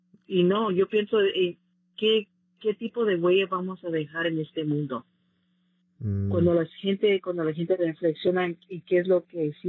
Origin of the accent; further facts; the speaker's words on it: Cicero, Illinois, United States; Desde joven yo crecí en Cicero y fuimos una de las primeras familias mexicanas en la área donde yo crecí, que se llama Grantworth, que era medio feíto, por decir, pero estaba muy envuelta yo en la iglesia San Antonio de Padua.